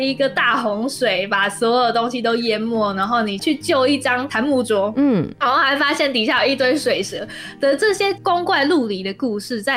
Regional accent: Thailand; also born or lived in Kaohsiung; now in Taiwan; 原本应该是异乡的这个国度其实是我来自的地方，我来自那个地方，但我现在在台湾，

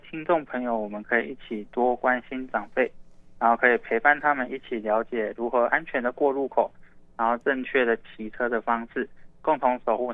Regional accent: Chiayi, Taiwan; moved away; 因为在我的老家嘉义那边，其实很多长者都没有在戴安全帽。

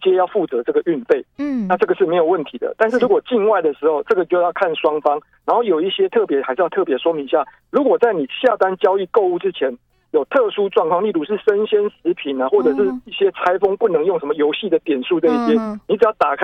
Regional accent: Taiwan

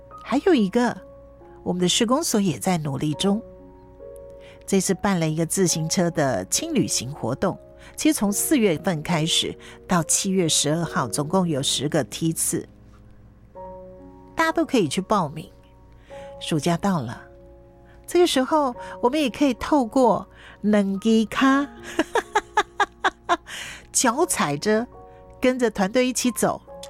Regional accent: Hualien County, Taiwan

